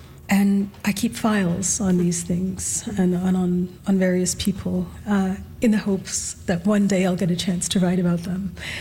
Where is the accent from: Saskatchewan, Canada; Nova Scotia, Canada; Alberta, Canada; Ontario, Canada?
Alberta, Canada; And of course, I'm, you know, born and raised in Alberta.